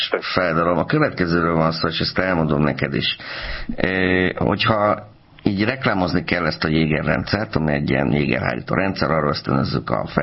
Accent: Baranya, Hungary; a Mecsekre is nagyon büszke vagyok, megfélét. És tessék, ott nőttem föl.

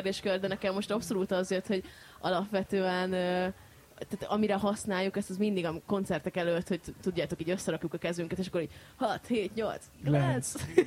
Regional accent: Szentendre, Pest, Hungary; Ez nekem a gyerekkorom helyszíne, tehát hogy így én itt nőttem fel

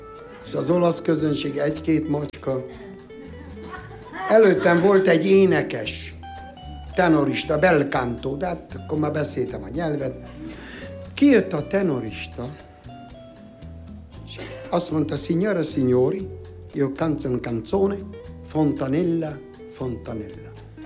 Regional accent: Greece; Nem, én görög vagyok eredetileg.

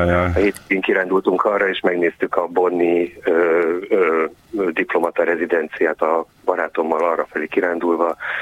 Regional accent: Hungary; now in Germany; én magyar vagyok

